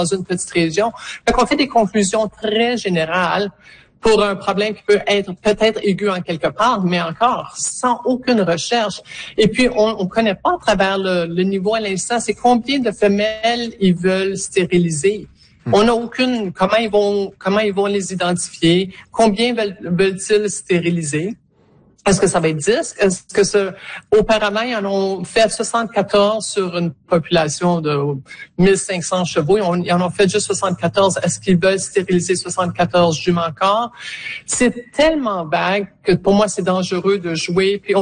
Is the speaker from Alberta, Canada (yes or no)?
yes; Alberta, Canada; je viens de Bright Creek, une des 6 zones qui est targetée